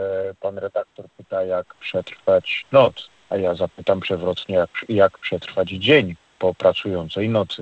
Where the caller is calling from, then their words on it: Oława, Lower Silesian Voivodeship, Poland; Teraz po dojechaniu do Oławy, bo mieszkam w Oławie